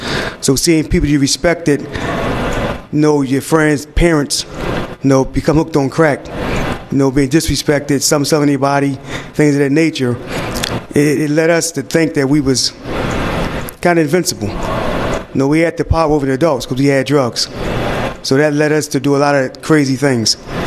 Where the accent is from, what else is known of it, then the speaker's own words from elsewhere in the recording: Philadelphia, Pennsylvania, United States; You know, I was from North Philadelphia.